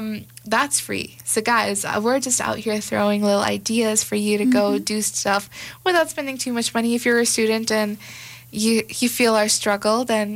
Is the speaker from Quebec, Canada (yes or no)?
no; Winnipeg, Manitoba, Canada; moved away as an adult; now in Calgary, Canada; When I first moved to Calgary back in 2022, I was so amazed that there was a festival or something every weekend. I was like, what is going on? We're both from Winnipeg, guys.